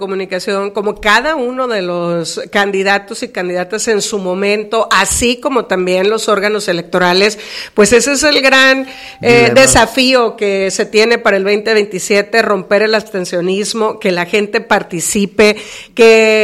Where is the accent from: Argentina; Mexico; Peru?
Mexico; es una responsabilidad que debemos de asumir como mexicanos y mexicanas.